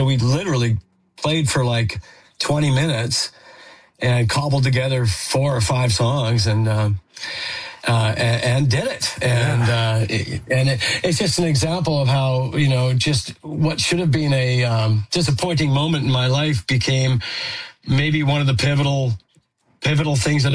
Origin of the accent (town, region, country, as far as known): Saskatchewan, Canada